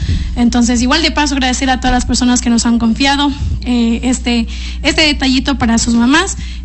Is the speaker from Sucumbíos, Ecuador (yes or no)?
no; Macas, Morona Santiago, Ecuador; moved away as an adult; now in Quito, Ecuador; Yo ya no vivo en Macas hace 3 años. Estoy viviendo en Quito.